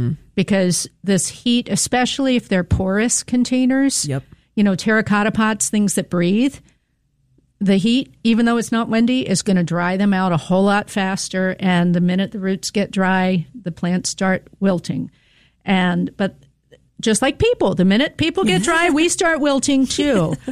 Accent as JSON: {"language": "English", "region": "East Coast", "country": "United States", "tie": "born or raised there", "moved": "yes", "said": "this is the type of heat I grew up with on the East Coast"}